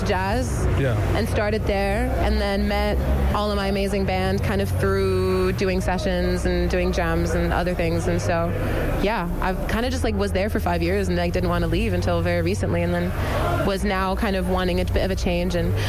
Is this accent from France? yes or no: yes; France; also born or lived in Germany / Aberdeen, Scotland / Glasgow, Scotland; Grew up in between France and Germany, actually, and then went to Scotland for uni. And then was in Aberdeen first. Big up the Dons.